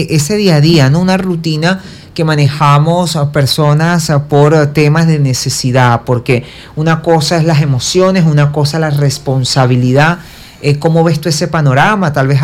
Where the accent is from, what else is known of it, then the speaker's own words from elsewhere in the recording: Caracas, Capital District, Venezuela; born there; Quienes nacimos en Caracas, aunque viví muy poco en la ciudad, considero yo que igual nos sentimos afectados como aquel que no nació en Caracas.